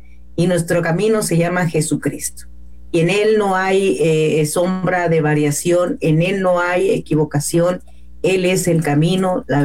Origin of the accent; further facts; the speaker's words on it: Mexico; Nosotros no somos hebreos, no somos judíos, somos mexicanos, nos gustan los tamales